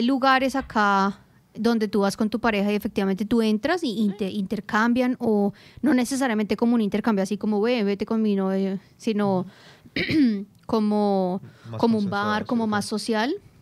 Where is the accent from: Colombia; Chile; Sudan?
Colombia; now in Australia